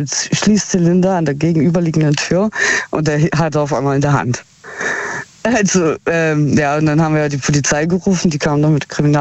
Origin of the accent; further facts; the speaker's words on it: Heilbronn, Baden-Württemberg, Germany; Aus Heilbronn.